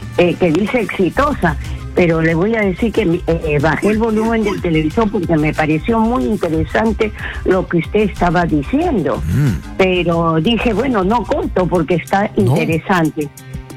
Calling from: Lima, Peru

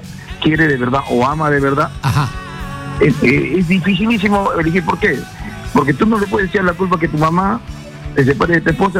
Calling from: Lima, Peru; de Surco.

